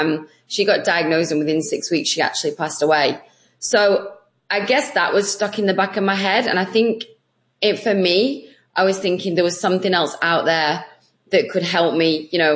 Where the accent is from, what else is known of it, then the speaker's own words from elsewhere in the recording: England, United Kingdom; now in Australia; So I am actually originally from England, but I do live in Australia.